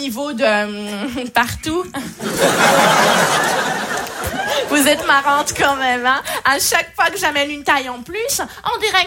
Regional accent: Switzerland; Moi, à chaque fois que je dis à un Français que je viens de Suisse, il me dit toujours la même chose.

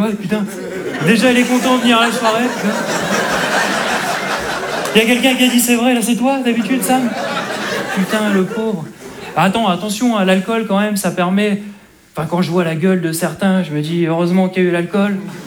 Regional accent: Hauts-de-France, France; Bonsoir à tous, je me présente … je suis un ch'ti.

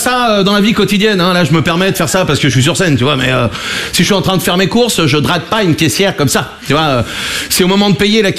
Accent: Brittany, France; je suis breton... J'ai 21 ans.

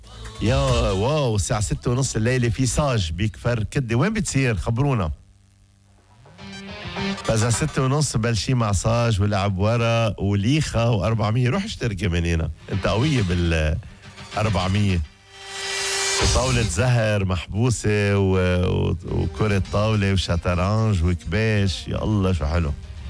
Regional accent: Mayrouba, Mount Lebanon, Lebanon; أنا بقول عن ميروبة أحلى ضيعة مش بلبنان، بالعالم كله.

